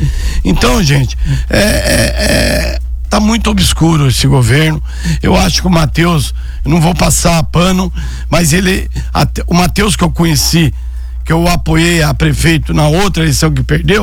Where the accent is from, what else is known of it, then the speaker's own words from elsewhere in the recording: São Paulo, Brazil; born there; eu nasci em São Paulo, vim com um mês de vida. Sou neto e filho de Caiçara, lá da Ponta Aguda, perto da Tabatinga.